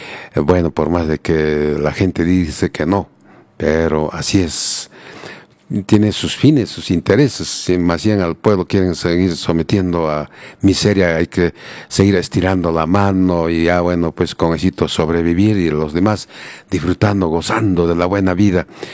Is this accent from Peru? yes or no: yes; Peru; como buenos peruanos, siempre nuestra música.